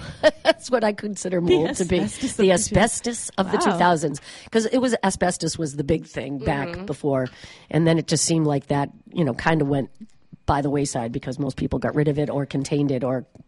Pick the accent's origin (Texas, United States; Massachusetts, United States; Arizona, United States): Massachusetts, United States; Brockton; accent: New England; moved away as an adult; now in South Shore, Massachusetts, United States; I'm a Brockton girl. I grew up in Brockton.